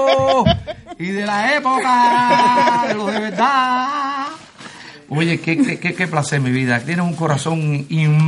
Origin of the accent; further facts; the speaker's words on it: Pinar del Río, Cuba